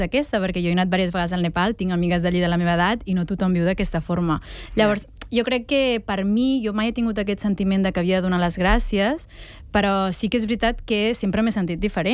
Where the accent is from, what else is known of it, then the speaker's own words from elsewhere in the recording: Reus, Catalonia, Spain; moved away as an adult; now in Barcelona, Spain; jo soc de Reus, el sortir de Reus, venir cap a Barcelona i viatjar